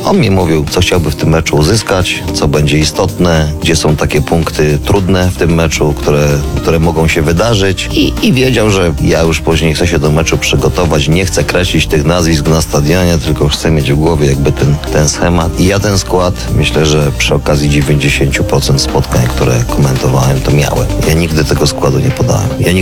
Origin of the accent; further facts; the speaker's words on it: Dębica, Subcarpathian Voivodeship, Poland; moved away as an adult; now in Warsaw, Poland; ja jestem z Dębicy. Z Dębicy